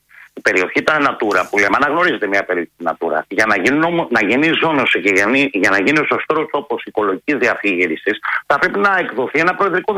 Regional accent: Central Greece, Greece; όπως έχει γίνει στο Εύρο, στον Εύρο, στην πατρίδα μου την Εύβοια.

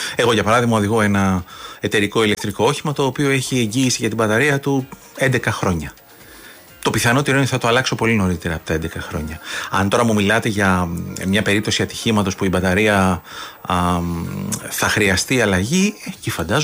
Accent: Greece; Εμείς οι ίδιοι ως Έλληνες την βυθίσαμε

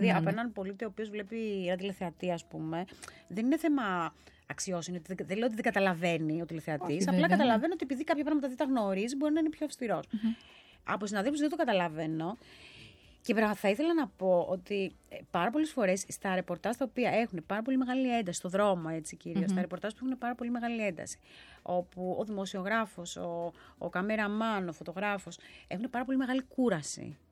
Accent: Corfu, Ionian Islands, Greece; Εγώ είμαι από την Κέρκυρα, η καταγωγή μου τέλος πάντων. Στην Κέρκυρα, για όσους έχετε πάει, όσους δεν έχετε πάει, το κάνετε. Είναι πάρα πολύ πράσινη.

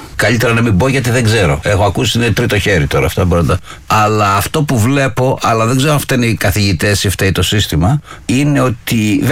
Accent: Pylos, Peloponnese, Greece

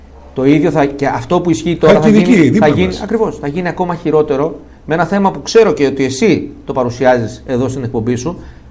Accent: Greece; εγώ που είμαι Έλληνας.

